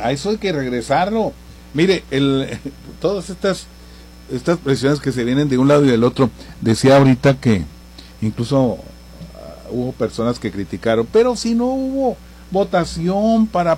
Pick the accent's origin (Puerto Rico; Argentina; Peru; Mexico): Mexico; Santa Bárbara, Chihuahua; Y de Santa, los que somos de Santa, no por presumir, pero decimos Santa, no decimos Santa Bárbara